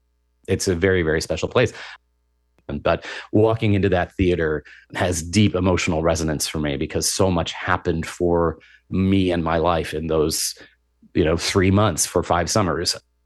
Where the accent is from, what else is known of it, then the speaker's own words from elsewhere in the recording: Kenmore, New York, United States; I'm this kid from Kenmore, New York.